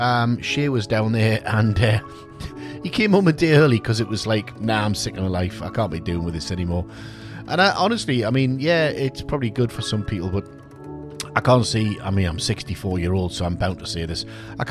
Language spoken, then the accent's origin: English; South Shields, North East England, United Kingdom; right here in my hometown of South Shields.